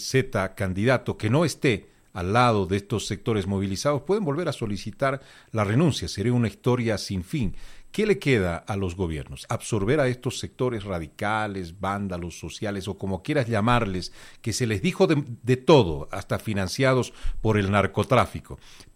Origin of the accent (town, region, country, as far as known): Bolivia